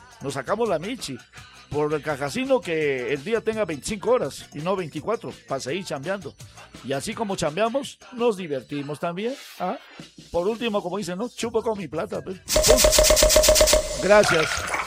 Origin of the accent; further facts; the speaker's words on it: San Agustín de Cajas, Junín, Peru; mi distrito, que es San Agustín de Cajas.